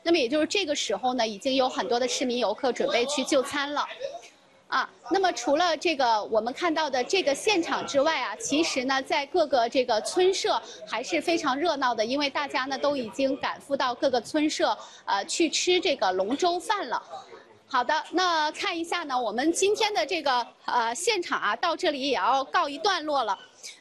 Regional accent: Guangdong, China; 但是对于我们广东人来说已经提前半个月甚至一个月就已经开启了。

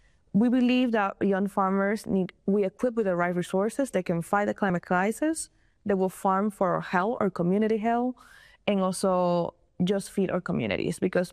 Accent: Dominican Republic; I really wanted to say I'm from this town in the Dominican Republic. That's important to me because that shaped my journey to agriculture.

